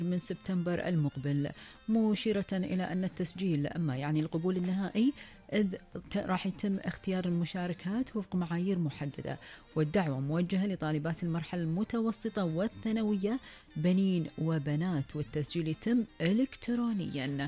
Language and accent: Arabic; Kuwait; طبعا هذه كانت فقرتنا لأخبار ديرتنا الحبيبة الكويت